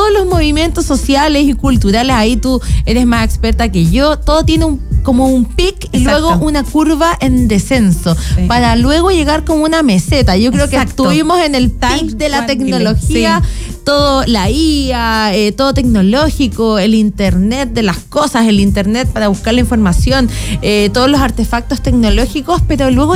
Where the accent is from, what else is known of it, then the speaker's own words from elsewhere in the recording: Antofagasta, Chile; Bueno, yo que soy de Antofagasta, me gusta más el calorcito, me gusta más la primavera, incluso el otoño, que sí.